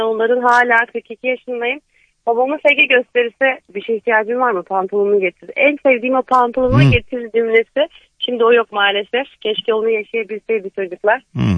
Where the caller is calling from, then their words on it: Malatya, Turkey; 42 yaşındayım. Malatyalıyım. Malatya'da yaşıyorum.